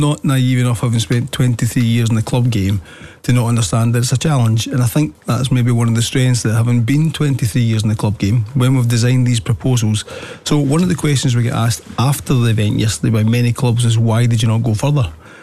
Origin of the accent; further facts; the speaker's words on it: Scotland, United Kingdom; because I'm a Scottish guy